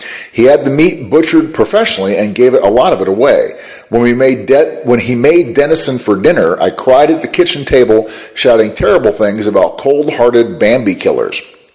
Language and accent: English; Rhode Island, United States; I grew up in Rhode Island, which is almost as densely blue as the ocean itself.